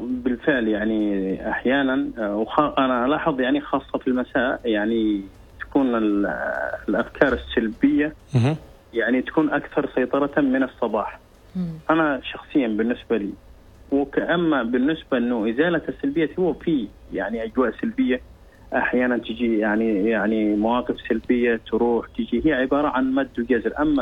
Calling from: Seeb, Muscat Governorate, Oman; اكلمك من ولاية السيب المعبيلة.

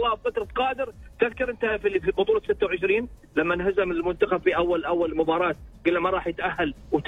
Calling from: Oman; أمنيتي أنا كعماني

